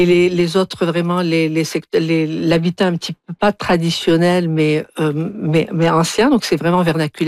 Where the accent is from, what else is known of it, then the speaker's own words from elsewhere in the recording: Algiers, Algiers Province, Algeria; Et donc, moi, je suis vraiment natif d'Alger.